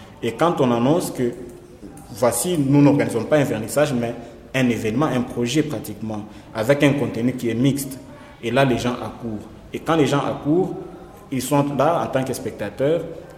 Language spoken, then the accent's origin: French; Kolwezi, Lualaba, DR Congo; also born or lived in Lubumbashi; Et donc, je suis né à Kolwezi, j'ai grandi à Kolwezi. Et puis, en 2014, j'ai quitté Kolwezi, la laissant au statut de ville. Et je suis venu à Lubumbashi étudier.